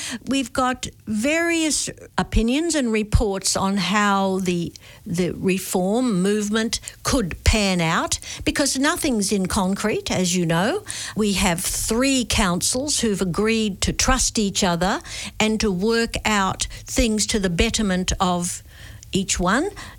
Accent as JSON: {"language": "English", "country": "Australia", "moved": "yes", "lives_now": "New Zealand", "said": "I'm an Australian"}